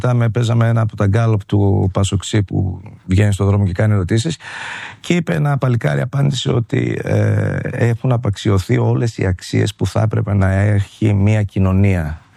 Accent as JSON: {"language": "Greek", "town": "Thessaloniki", "region": "Central Macedonia", "country": "Greece", "said": "γιατί πρέπει να φύγω από την πόλη μου"}